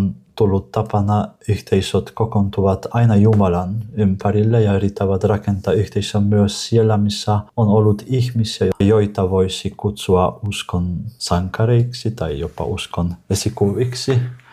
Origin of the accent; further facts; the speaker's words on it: Poland; Finnish is a second language; moved away as an adult; now in Finland; No, Puola oli katolinen, kun mä lähtin sillä 14 vuotta sitten. Mä kotoisin pienestä kylästä, jossa on vain noin 1000 asukasta ja kaikki ovat katolilaisia.